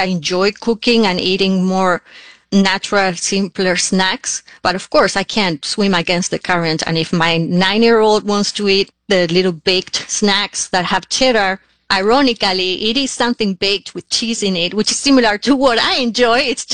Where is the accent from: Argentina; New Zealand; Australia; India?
Argentina; now in Florida, United States; I'm originally from Argentina, and I currently live in Florida, USA.